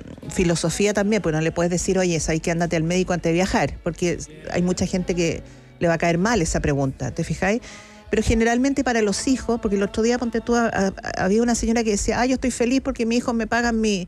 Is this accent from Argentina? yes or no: no; Chile